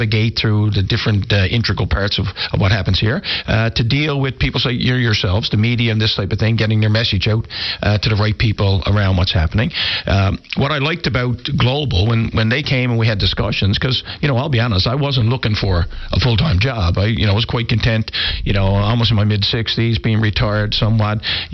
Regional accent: Newfoundland and Labrador, Canada; In my case here, being a Newfoundlander and Labradorian and working with our team in Atlantic Canada

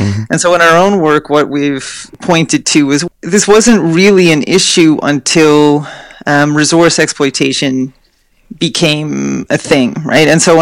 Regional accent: Wabush, Newfoundland and Labrador, Canada; Yeah, I grew up in Wabush in western Labrador.

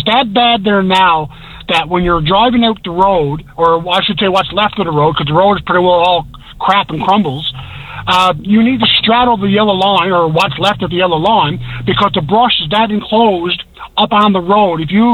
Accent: North Harbour, Newfoundland and Labrador, Canada; moved away as an adult; now in St. John's, Canada; I was born and raised in a little town on the Beeren Peninsula called North Harbor.

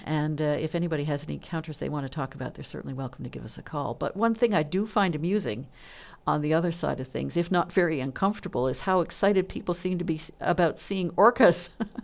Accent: Newfoundland and Labrador, Canada; me being a Newfoundlander

